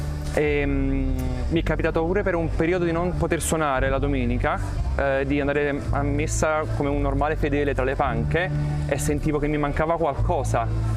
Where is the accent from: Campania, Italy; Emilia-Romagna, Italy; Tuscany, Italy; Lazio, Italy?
Campania, Italy; Naples; vengo da Napoli